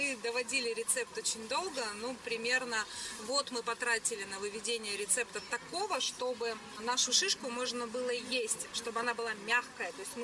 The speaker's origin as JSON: {"language": "Russian", "region": "Sverdlovsk Oblast", "country": "Russia", "tie": "born or raised there"}